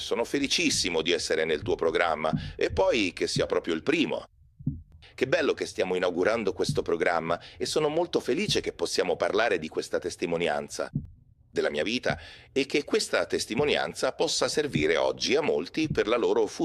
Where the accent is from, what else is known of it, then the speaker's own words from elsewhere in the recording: Caracas, Capital District, Venezuela; moved away; Sono venezuelano, ho 3 figli, sono sposato da 26 anni e ho vissuto gran parte della mia vita, 46 anni, a Caracas, in Venezuela.